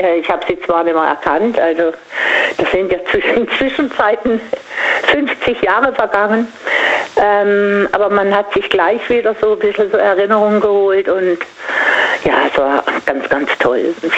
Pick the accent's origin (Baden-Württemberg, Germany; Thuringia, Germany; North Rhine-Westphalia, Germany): Baden-Württemberg, Germany; Singen; ich komme ja aus Singen und machen das schon eine ganze Weile in Klassentreffen.